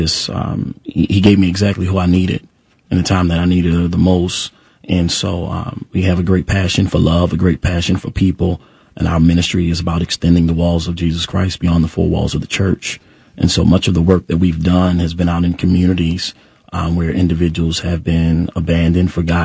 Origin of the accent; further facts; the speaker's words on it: Baltimore, Maryland, United States; I wasn't raised in church as a child. Born and raised in Baltimore